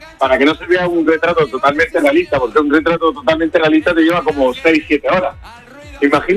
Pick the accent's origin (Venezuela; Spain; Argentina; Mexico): Spain; Almería, Andalusia; Yo ahora me volví a mi tierra natal, que estoy en Almería, pero voy a Madrid mucho.